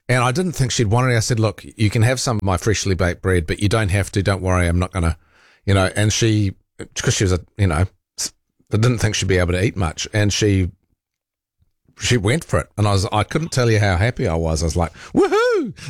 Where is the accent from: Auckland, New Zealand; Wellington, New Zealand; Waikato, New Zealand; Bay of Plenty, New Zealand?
Bay of Plenty, New Zealand; Rotorua; I grew up in Rotorua. My parents built a house there.